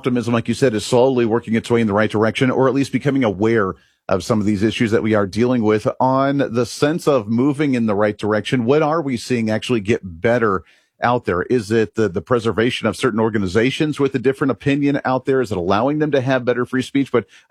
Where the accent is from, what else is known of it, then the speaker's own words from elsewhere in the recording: Colorado, United States; I know that I grew up in Colorado.